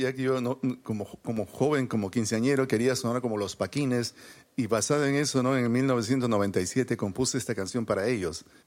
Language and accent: Spanish; Peru; now in New York, United States; estoy aquí en Nueva York, soy un peruano y estoy preparando este proyecto de rock en español.